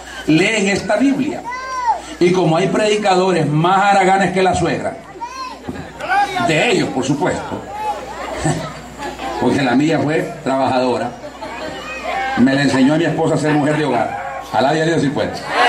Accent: El Salvador; allá sale que … que soy de El Salvador.

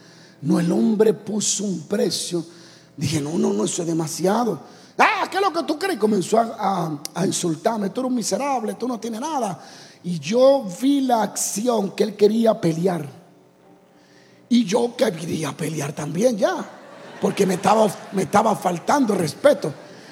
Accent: Dominican Republic; also born or lived in Santo Domingo; now in United States; cuando vivía en Santo Domingo

